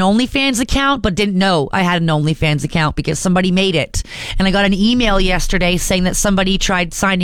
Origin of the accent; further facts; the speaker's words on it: Ontario, Canada; I'm from Ontario.